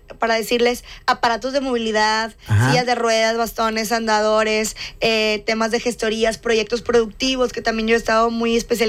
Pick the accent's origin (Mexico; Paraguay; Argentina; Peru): Mexico; Nuevo León; como muchas mujeres que hay aquí en nuestro estado